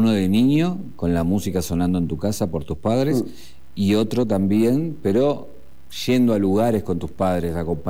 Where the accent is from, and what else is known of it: Argentina